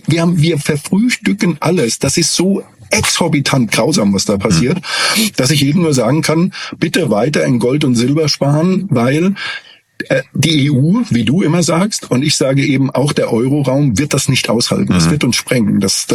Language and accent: German; Germany